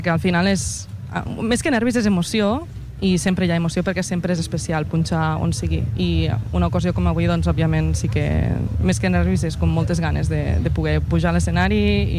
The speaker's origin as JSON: {"language": "Catalan", "town": "L'Ametlla de Mar", "region": "Catalonia", "country": "Spain", "moved": "yes", "lives_now": "Barcelona, Spain", "said": "Jo sóc de l'Ametlla de Mar."}